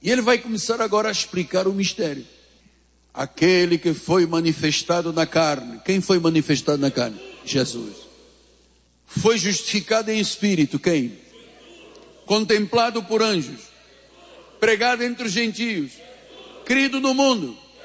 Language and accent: Portuguese; Angola; Bué quer dizer muito na minha língua, da minha terra. Angola, Quimbundo, bué, quer dizer muito